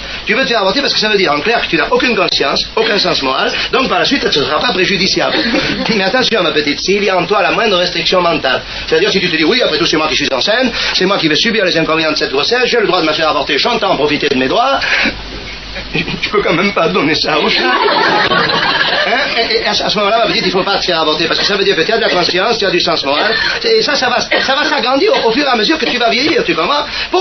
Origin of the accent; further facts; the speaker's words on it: Southern France, France; Chez nous, dans le Midi, oui, autant vous dire tout de suite que je suis du Midi.